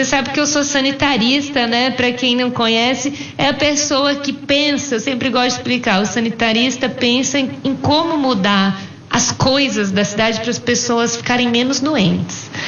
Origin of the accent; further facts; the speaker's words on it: Americana, São Paulo, Brazil; Eu sou de Americana, a gente estava falando de festa do peão.